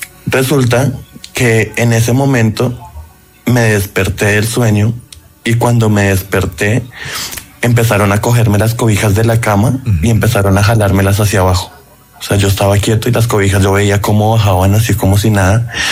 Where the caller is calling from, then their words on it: Bogotá, Colombia; En este momento estoy en San Javier, desde Medellín, pero realmente vivo en Bogotá, estoy de vacaciones.